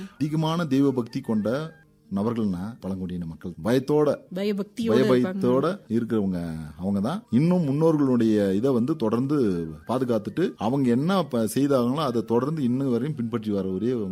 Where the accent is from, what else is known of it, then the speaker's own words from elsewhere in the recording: Dharmapuri, Tamil Nadu, India; moved away as an adult; now in Kodaikanal, India; நான் வந்து என்னுடைய சொந்த மாவட்டம் வந்து தருமபுரி மேடம். நான் வந்து இங்க கொடைக்கானலுக்கு வந்து 15 ஆண்டுகளாக வந்து கிராம நிர்வாகர்களாக பணிபுரிந்து வருகிறேன்.